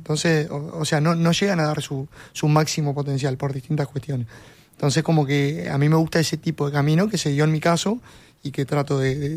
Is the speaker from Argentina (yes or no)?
no; Uruguay; a nosotros como uruguayos